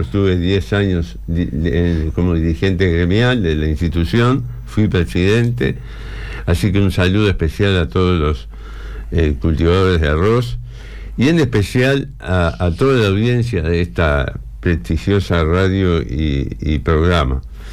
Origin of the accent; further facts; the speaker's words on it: Rocha, Uruguay; en los pagos de donde yo vengo, que es el norte del departamento de Rocha